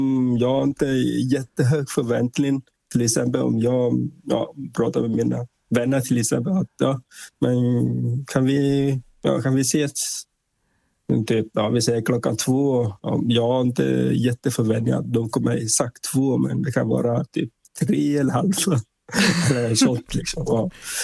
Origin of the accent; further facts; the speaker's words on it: Vietnam; Swedish is a second language; Min far, alltså, han jobbar då i huvudstad i Hanoi, och sen jag kommer från Milestra området.